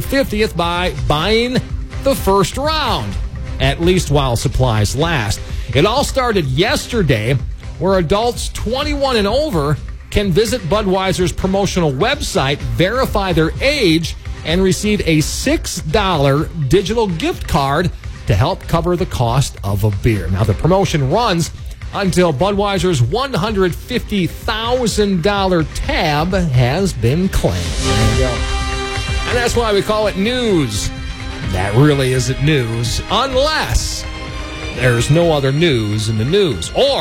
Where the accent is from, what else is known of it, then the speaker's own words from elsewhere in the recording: Wisconsin, United States; it's always nice to hear stories about my home state of Wisconsin. Makes me proud to say that I'm from there.